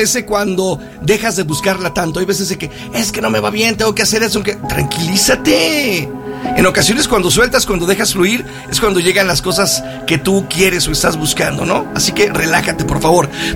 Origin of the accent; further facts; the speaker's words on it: Jerez, Zacatecas, Mexico; soy de Jerez y ahí somos algunos medios mensos